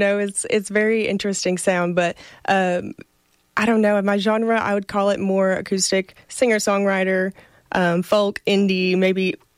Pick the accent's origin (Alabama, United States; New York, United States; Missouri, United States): Missouri, United States; Portageville; moved away as an adult; now in Jonesboro, United States; Yes, I was born and raised around Portageville, Missouri. Grew up there all my life. And then shortly after I graduated, I moved to Jonesboro, Arkansas to come to A-State.